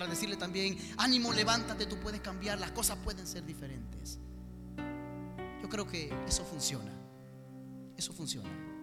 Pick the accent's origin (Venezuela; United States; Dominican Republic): Dominican Republic; Oiga, amigo, ¿y usted de dónde viene? Yo le digo, vengo de República Dominicana.